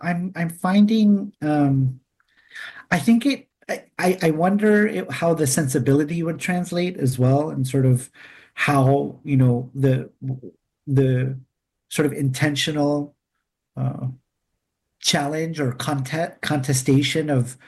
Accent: Oceanside, California, United States; also born or lived in Detroit, United States / Henderson, United States / Redlands, United States; I was born in Detroit, but we started moving west. Maybe when I was about 2 years old, we moved to Las Vegas, or Henderson, technically, and then we moved to Redlands, California, in the Inland Empire, and then by the time I was 10 years old, we moved to Oceanside.

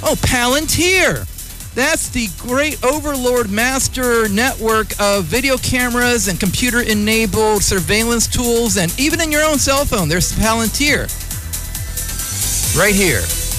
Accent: Vallejo, California, United States; A unique identity as a Californian, Bay Area, and Vallejoan

